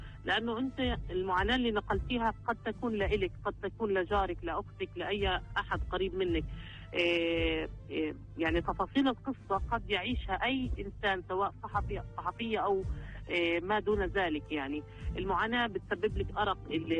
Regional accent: Gaza Strip, Palestine; أنا سكان الجنوب والتكريم كان في غزة، يعني أنا من الجنوب مقيمة هالجيت والتكريم في غزة

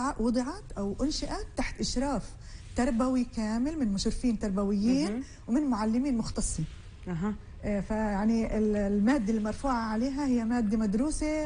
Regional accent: Palestine; حطينا فيهم تراثنا الفلسطيني بكل أشكاله

